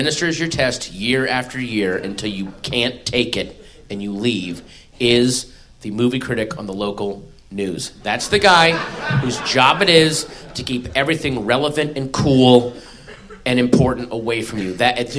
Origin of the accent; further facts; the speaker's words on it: Sterling, United States; But now I love the fact that I grew up in Sterling. I really do. I'm so happy.